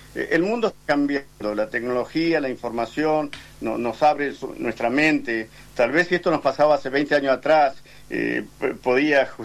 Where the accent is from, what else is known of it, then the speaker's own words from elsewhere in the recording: Argentina; moved away as an adult; now in United States; yo como argentino y veterano, porque yo soy enlistado para de Malvinas, yo llegué aquí en el año 82 a este país, a Estados Unidos